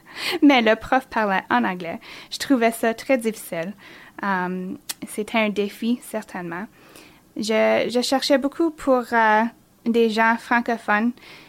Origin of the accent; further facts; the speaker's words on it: Chapleau, Ontario, Canada; also born or lived in Timmins; now in Thunder Bay, Canada; Je suis née à Timmins, Ontario, mais mes parents habitaient à Chapleau. Une petite communauté bilingue, et j'ai grandi là pour 18 ans.